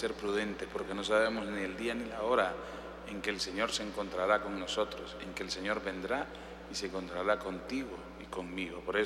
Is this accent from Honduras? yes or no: yes; Honduras; como normalmente somos los hondureños